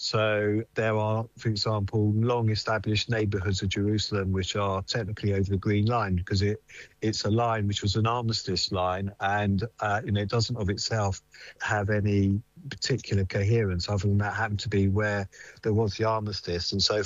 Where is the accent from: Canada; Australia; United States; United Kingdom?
United Kingdom; we sit as proud British Jews, but with very strong connections to Israel